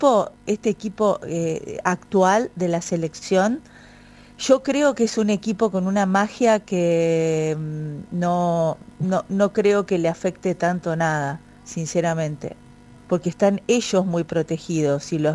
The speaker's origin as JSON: {"language": "Spanish", "country": "Argentina", "said": "nosotros somos pasionales los argentinos y podemos ser los peores para los equipos."}